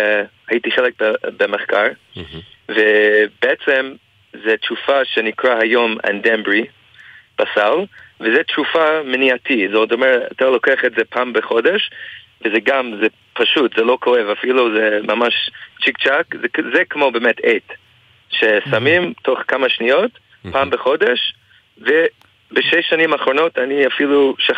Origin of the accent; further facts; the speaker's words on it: Canada; Hebrew is a second language; moved away as an adult; now in Israel; הייתי, כשהייתי בקנדה, לפני שעליתי לארץ, הייתי תמיד הולך למיונים